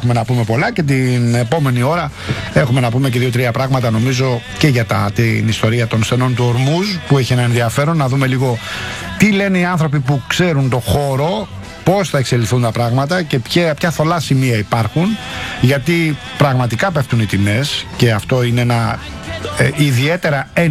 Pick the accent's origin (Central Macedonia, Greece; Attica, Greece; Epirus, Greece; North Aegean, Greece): Attica, Greece; Rafina; καλημέρα στην πατρίδα μου στη Ραφίνα.